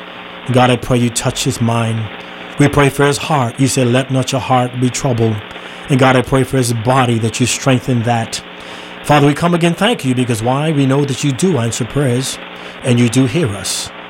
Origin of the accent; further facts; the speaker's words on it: Minneapolis, Minnesota, United States; I remember growing up in Minneapolis